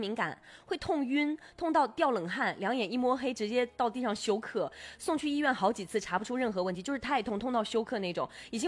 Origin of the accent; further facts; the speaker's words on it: Inner Mongolia, China; moved away; 我说我是内蒙古人。